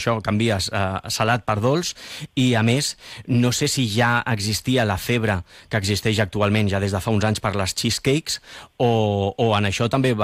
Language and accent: Catalan; Tarragona, Catalonia, Spain; jo sóc de Tarragona, els oients ja ho saben.